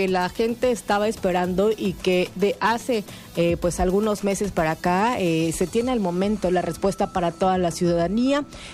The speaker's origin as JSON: {"language": "Spanish", "country": "Mexico", "said": "la dignificación de nosotros como mexicanos"}